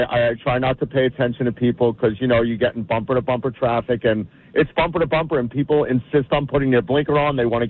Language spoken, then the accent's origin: English; Jersey City, New Jersey, United States; now in South Amboy, United States; So I'm originally from Jersey City, living in South Amboy right now.